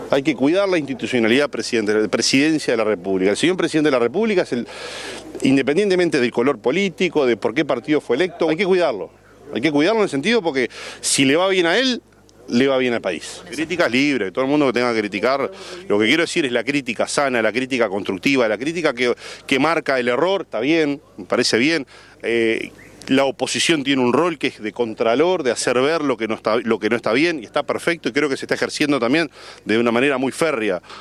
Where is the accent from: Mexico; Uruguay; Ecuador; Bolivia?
Uruguay; lo que tenemos que nosotros como uruguayos y como gobernantes es estar dando otra respuesta.